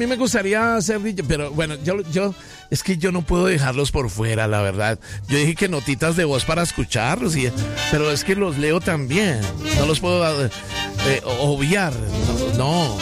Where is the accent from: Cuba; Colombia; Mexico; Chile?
Colombia; Pero como somos colombianos